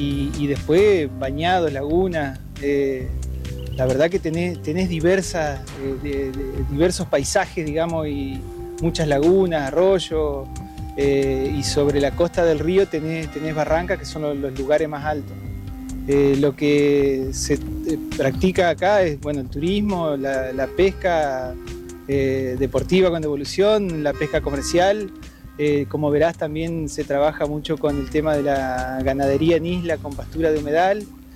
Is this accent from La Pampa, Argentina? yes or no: no; Victoria, Entre Ríos, Argentina